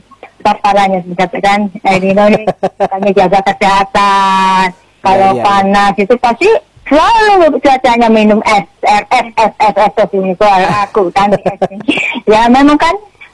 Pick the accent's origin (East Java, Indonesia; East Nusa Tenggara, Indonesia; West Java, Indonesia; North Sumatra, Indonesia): North Sumatra, Indonesia; Medan; Saya asli orang Medan.